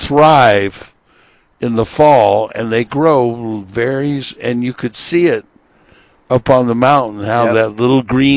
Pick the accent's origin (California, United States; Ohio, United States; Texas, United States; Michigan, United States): California, United States; Bishop; When I was growing up in Bishop, where we were in the mountains